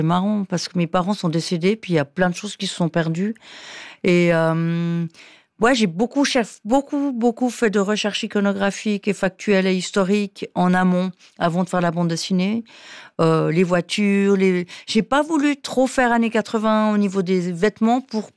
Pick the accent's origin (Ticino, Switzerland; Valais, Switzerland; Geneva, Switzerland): Valais, Switzerland; accent: Valais; si je parle à une copine valaisanne, j'ai l'accent tout de suite.